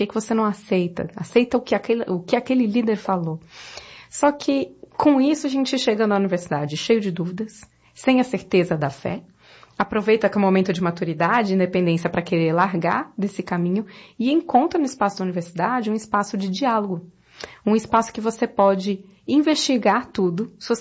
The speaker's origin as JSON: {"language": "Portuguese", "region": "São Paulo", "country": "Brazil", "said": "Olá! Bom, eu sou de São Paulo, casada já há 14 anos com o Lucas, que é meu amigo de escola."}